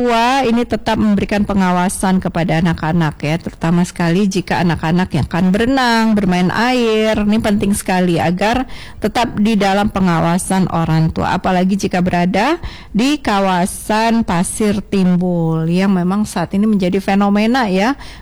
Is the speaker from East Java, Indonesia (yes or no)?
no; Jambi, Indonesia; kita warga Jambi